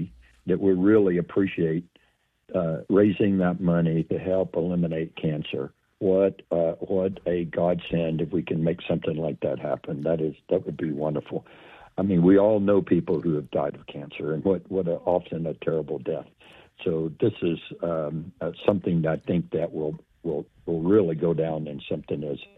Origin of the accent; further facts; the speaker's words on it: Deep South, United States; Mine was growing up in the deep south